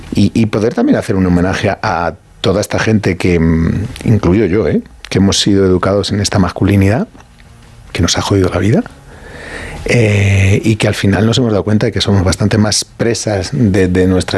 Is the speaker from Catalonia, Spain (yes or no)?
no; Getafe, Community of Madrid, Spain; yo y vivo en Getafe, en la casa en la que nací, con lo cual yo reivindico Getafe por un montón de razones.